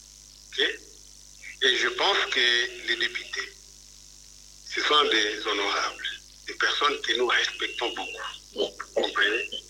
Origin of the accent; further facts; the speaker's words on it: DR Congo; en tant que Congolais